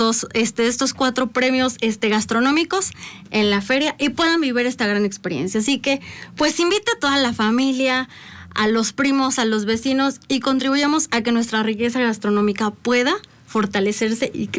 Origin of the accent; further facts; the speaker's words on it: Mexico; lo que producimos como mexicanos y nuestro territorio